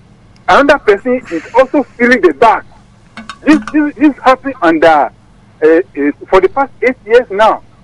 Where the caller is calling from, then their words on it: Ghana; I'm calling from Flamingo.